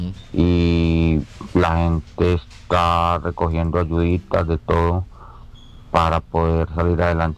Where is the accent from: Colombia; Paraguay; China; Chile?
Colombia; El Cairo, Valle del Cauca; now in Cartago, Colombia; Soy oriundo del Cairo Valle.